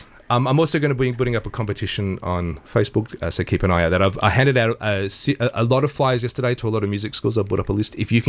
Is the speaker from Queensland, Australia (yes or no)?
no; Melbourne, Victoria, Australia; No, I grew up in Baldwin, just over the road.